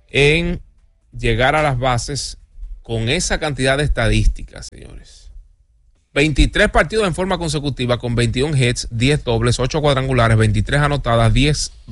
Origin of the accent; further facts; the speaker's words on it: Dominican Republic; sobre todo para nosotros como dominicanos.